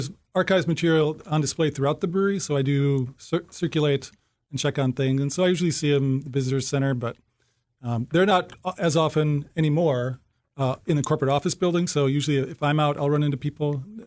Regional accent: Waukesha, Wisconsin, United States; also born or lived in Madison / Chicago / Pittsburgh; now in Milwaukee, United States; Well, I am from southeastern Wisconsin. I grew up in Waukesha. I went to UWM for my undergrad. Eventually moved away. Lived in Madison and Chicago and Pittsburgh, acquiring some education along the way. Moved back to Milwaukee in 2012

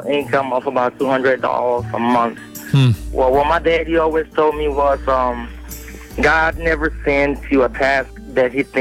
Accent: Cameroon; John, if you can't tell from my accent, I'm not originally from around here. I grew up in Cameroon, West Africa.

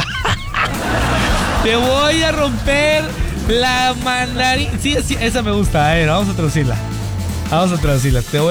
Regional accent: Mexico; now in Laredo, United States; Gracias, Dios, gracias que soy mexicano, gracias que estoy aquí

